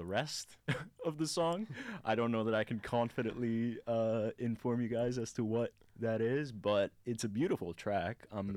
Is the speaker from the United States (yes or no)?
no; Cairo, Cairo Governorate, Egypt; now in Sydney, Australia; my hometown of Cairo, Egypt.